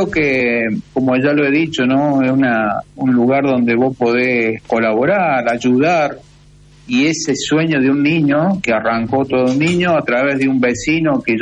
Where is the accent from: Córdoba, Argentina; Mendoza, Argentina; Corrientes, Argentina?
Mendoza, Argentina; born there; now in Coronel Moldes, Argentina